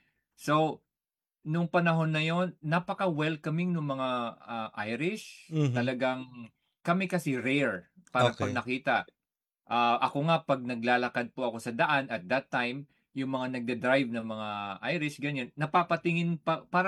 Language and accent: Tagalog; Jolo, Bangsamoro, Philippines; also born or lived in Quezon City; So I'm originally from Jolo, Sulu. I was born in Quezon City but I was brought up in Jolo, Sulu.